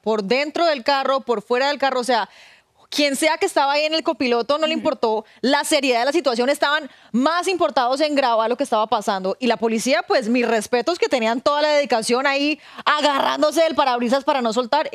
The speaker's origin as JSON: {"language": "Spanish", "country": "Syria", "moved": "yes", "said": "yo soy de Siria"}